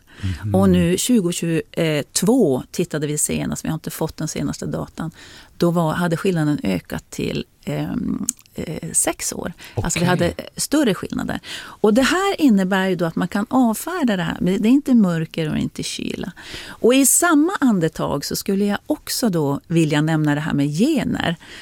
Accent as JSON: {"language": "Swedish", "region": "Norrbotten County", "country": "Sweden", "said": "Och som norrbottning så är det ju en ganska sorglig läsning, måste man säga."}